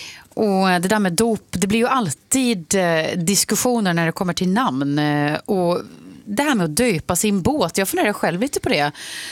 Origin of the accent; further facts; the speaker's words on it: Gotland, Sweden; Nej, jag är från Gotland, ingen hemlighet.